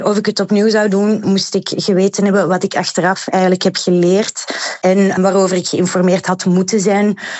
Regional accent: Flanders, Belgium; Mijn vriend die komt uit Wallonië en ik kom uit Vlaanderen. Dus de ideale combinatie om te tonen dat we Belg zijn.

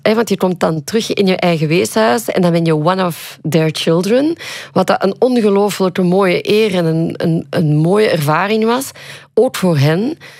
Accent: Limburg, Netherlands; also born or lived in India; ik ben opgegroeid in Limburg en ik woon nu in de grote of naast de grote stad. En ik heb heel veel liefde voor waar ik ben opgegroeid.

